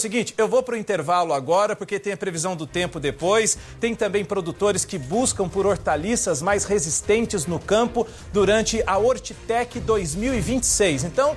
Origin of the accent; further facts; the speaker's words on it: Liberdade, Minas Gerais, Brazil; also born or lived in Cruzília; Eu nasci em Cruzília, né, fui criado em Liberdade, Augusto Pestana, que pertence à comarca de Eiruoca, né? E como um bom mineiro, sou um apaixonado por queijo.